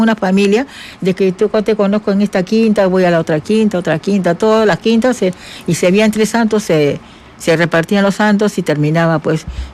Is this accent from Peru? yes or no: yes; Peru; todas las sangres tengo acá. Entonces yo me siento peruana, pero orgullosa de, claro, ser negra.